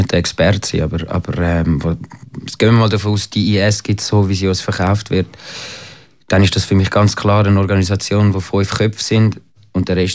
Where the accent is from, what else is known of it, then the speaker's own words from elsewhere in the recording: Switzerland; born there; Ich bin 1990 in der Schweiz geboren.